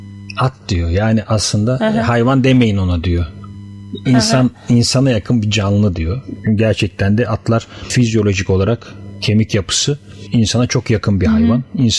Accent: Ankara, Turkey; born there; Ben 1969 yılında Ankara'da doğdum. 91 yılında Karabokul'dan mezun oldum. Ve Türkiye'nin çeşitli yerlerinde Şırnak, Kıbrıs, Ezine, Bingöl, Kırıkkale gibi bölgelerinde görevlerde bulundum.

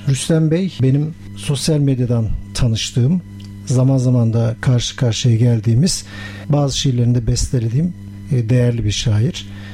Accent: Istanbul, Turkey; born there; also born or lived in Isparta; 1967 doğumluyum. İstanbul doğumluyum. Ispartalıyım aslen.

